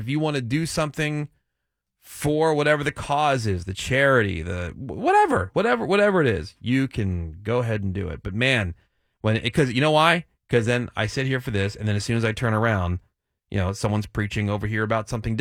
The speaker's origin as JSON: {"language": "English", "region": "New Jersey", "country": "United States", "tie": "born or raised there", "said": "And I grew up in New Jersey"}